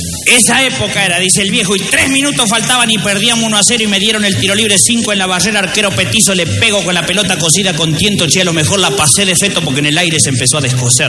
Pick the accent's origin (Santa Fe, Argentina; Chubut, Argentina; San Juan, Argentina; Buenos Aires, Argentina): Buenos Aires, Argentina; El Trigo; jugaban los de mi pueblo, el Trigo